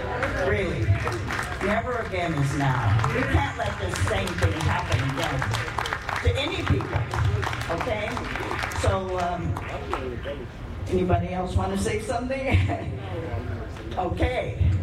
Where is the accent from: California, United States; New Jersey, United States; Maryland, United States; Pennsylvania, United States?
California, United States; Los Angeles; born there; I was born in Los Angeles, 1942, and my parents and I were sent to the Santa Anita racetrack, where we lived in a horse stall for 5 months.